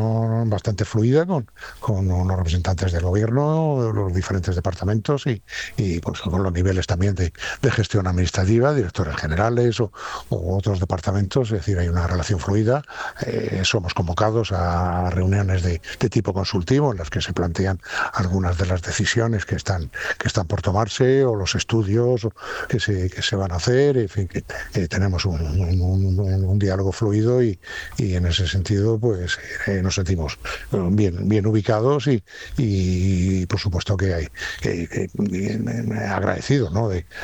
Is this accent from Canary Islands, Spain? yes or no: no; Region of Murcia, Spain; puedo serle útil al círculo y a mi tierra, a mi gente, a las empresas y también a los habitantes de la región de Murcia.